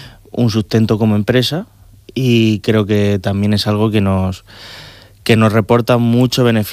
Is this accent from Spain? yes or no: yes; Jumilla, Region of Murcia, Spain; la Concejalía de Igualdad de Jumilla, que es mi pueblo